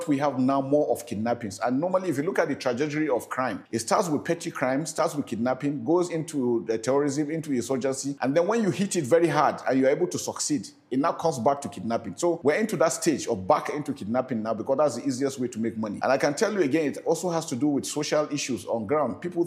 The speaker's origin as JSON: {"language": "English", "country": "Nigeria", "said": "we are all victims as Nigerians, as Africans."}